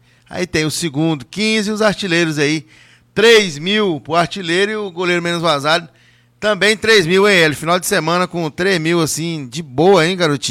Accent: Barra do Garças, Mato Grosso, Brazil; Então passou aí de Nova Chavantina pra nós, que somos aqui de Barra do Garças, já fala que é lá pra baixo.

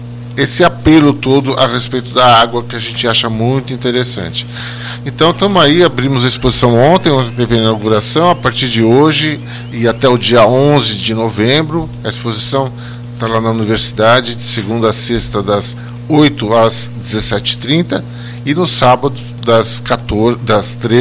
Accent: São Paulo, Brazil; Eu sou de São Paulo.

